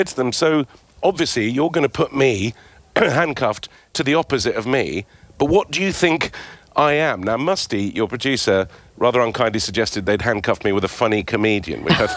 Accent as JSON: {"language": "English", "town": "Beirut", "region": "Beirut Governorate", "country": "Lebanon", "tie": "born or raised there", "lives_now": "England", "said": "when I grew up in Beirut, obviously, as I natter on about a lot. But when first time I came to England, really, in 77, it was my granny's 90th birthday"}